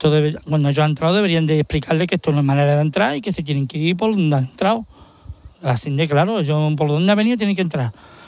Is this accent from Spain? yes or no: yes; Spain; Yo soy muy español y daría mi vida por España. Pero sí, es verdad que soy de religión musulmana, no tiene nada que ver. Pero yo soy español de pura cepa, vamos, yo mato por España.